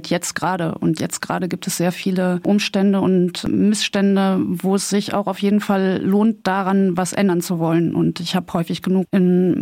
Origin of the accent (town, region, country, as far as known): North Rhine-Westphalia, Germany; born or raised there